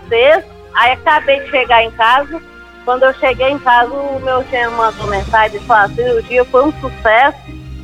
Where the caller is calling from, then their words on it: Divinópolis, Minas Gerais, Brazil; Divinópolis, Minas Gerais.